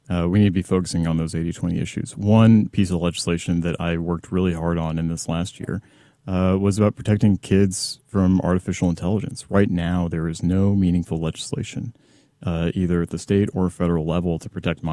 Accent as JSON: {"language": "English", "region": "Kansas", "country": "United States", "tie": "born or raised there", "said": "And I grew up in Troop 284 at 91st and Nall, Holy Cross up 95th and Antioch."}